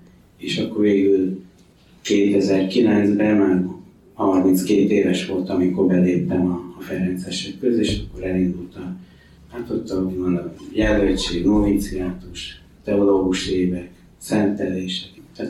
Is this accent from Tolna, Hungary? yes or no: yes; Györköny, Tolna, Hungary; also born or lived in Paks; Egy kis faluban nőttem fel, Pakson születtem, de Paks mellett Györkönyben nőttem fel.